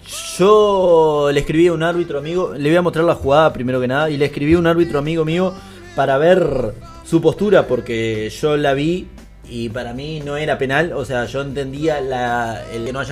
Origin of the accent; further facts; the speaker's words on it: Uruguay; moved away; con los pibes de mi pueblo, con mis amigos de Sarandí.